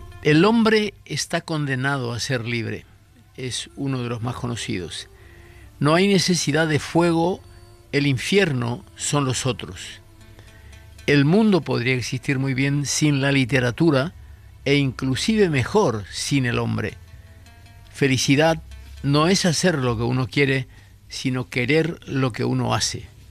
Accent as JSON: {"language": "Spanish", "country": "Paraguay", "said": "nosotros, los paraguayos"}